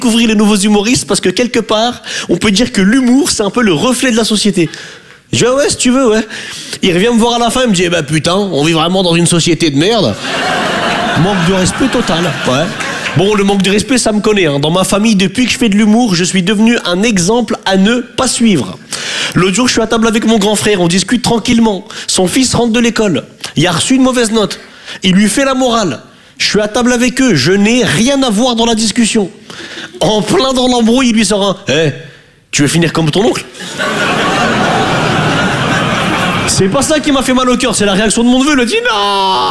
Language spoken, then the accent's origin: French; northern France, France; now in Paris, France; Je viens du nord de la France.